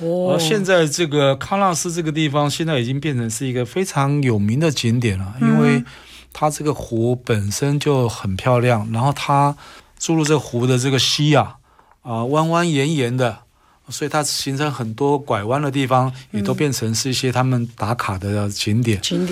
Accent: Taiwan; 可能我们台湾人更能接受一些

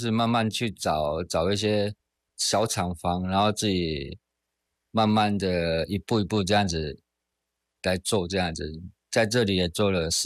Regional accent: Taiwan; 我们台湾人其实就是去那边就当台干嘛

